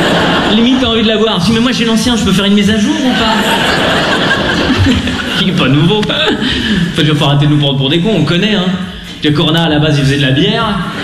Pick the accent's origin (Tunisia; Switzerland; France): Switzerland; Lausanne, Vaud